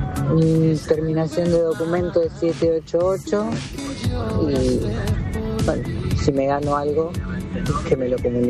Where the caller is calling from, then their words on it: Alcorta, Santa Fe, Argentina; acá yo soy de Alcorta … de Alcorta, provincia de Santa Fe.